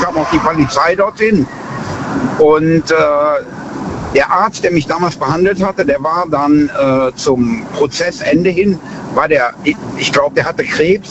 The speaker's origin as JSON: {"language": "German", "town": "Bad Neuenahr", "region": "Rhineland-Palatinate", "country": "Germany", "said": "Aus Bad Neuenahr."}